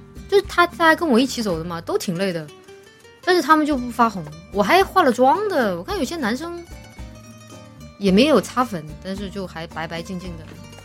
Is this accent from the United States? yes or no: no; Chongqing, China; 我以为只有我们重庆人不会骑自行车。